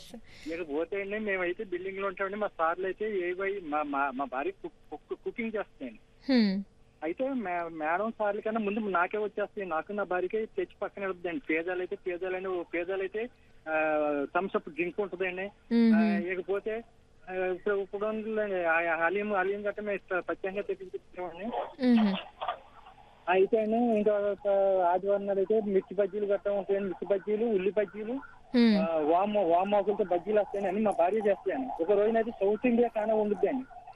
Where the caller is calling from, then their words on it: Hyderabad, Telangana, India; జూబ్లీహిల్స్ నుంచి మాట్లాడుతున్నానండి.